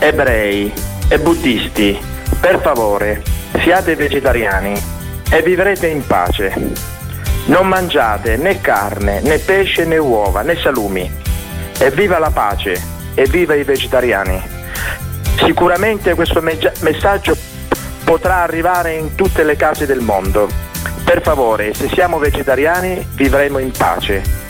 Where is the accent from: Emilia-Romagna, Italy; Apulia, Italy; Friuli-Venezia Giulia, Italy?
Apulia, Italy; Mesagne; sono di Mesagne, provincia di Brindisi.